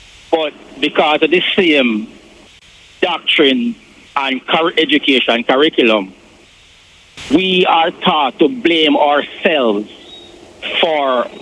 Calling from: Jamaica; we call ourselves Jamaican, although we're blue-black.

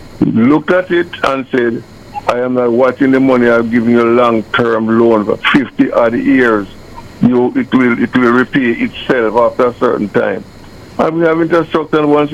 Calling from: Jamaica; right now I'm feeling proud of myself as a Jamaican. I know I won't be here to enjoy the benefit because mm-hmm. I'm on the departure alone. I'm 84 years of age.

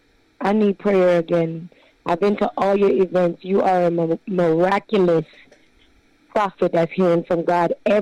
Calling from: Florida, United States

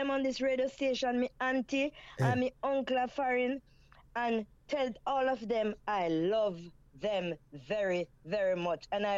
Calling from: Peckham, Clarendon Parish, Jamaica; I'm calling from Peckham in Clarendon.

